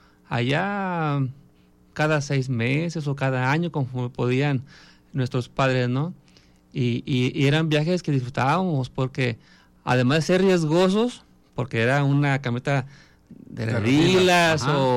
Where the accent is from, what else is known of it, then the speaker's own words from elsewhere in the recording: Tecomates, Jalisco, Mexico; nací en Tecomates, municipio de Casimiro Castillo, y pues no deja de ser tierra costeña, no tierra caliente.